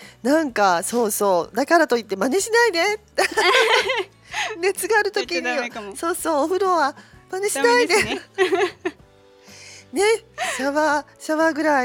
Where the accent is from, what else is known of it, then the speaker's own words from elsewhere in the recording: Okinawa, Japan; 高いし南国だし、なんか沖縄から来てるんだけど、うん、宮崎も南国なんだねっていう、なんかね。